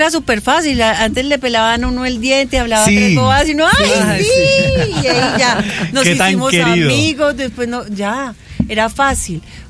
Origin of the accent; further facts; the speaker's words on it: Panama; pues me toca que me devuelvan porque yo soy de Panamá.